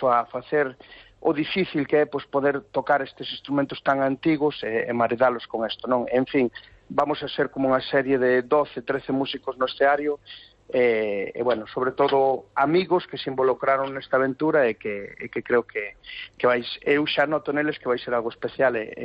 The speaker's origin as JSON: {"language": "Galician", "region": "Galicia", "country": "Spain", "said": "como galegos, pues, unirnos"}